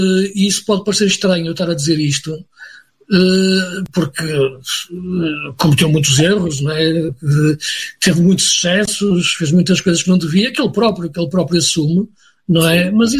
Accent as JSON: {"language": "Portuguese", "town": "Porto", "region": "Norte", "country": "Portugal", "tie": "born or raised there", "also_born_or_lived": "Braga", "said": "Nasci em Braga, mas cresci no Porto."}